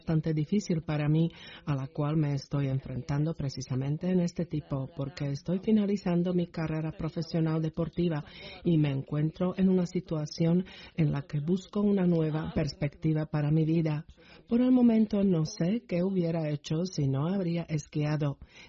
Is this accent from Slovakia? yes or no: yes; southern Slovakia, Slovakia; also born or lived in Levoča; provengo del sur de Eslovaquia y, aunque no se trata de una tierra plana, tampoco es montañosa